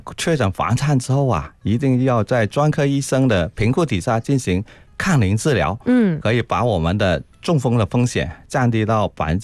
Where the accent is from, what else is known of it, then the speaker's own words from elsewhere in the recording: China; 它是我们中国人发明的，非常简便。